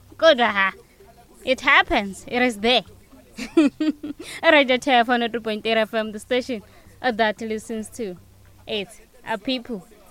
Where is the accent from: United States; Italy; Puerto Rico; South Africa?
South Africa